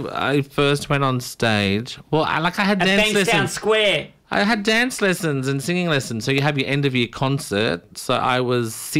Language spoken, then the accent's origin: English; Sydney, New South Wales, Australia; also born or lived in Smithfield; I used to tell everyone Fairfield, but I say Smithfield now.